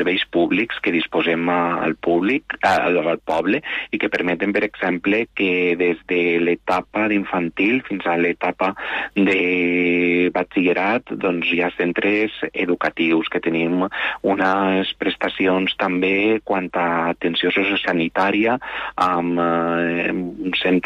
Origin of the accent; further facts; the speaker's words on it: Bocairent, Valencian Community, Spain; no només per als qui som ja residents de Bocairent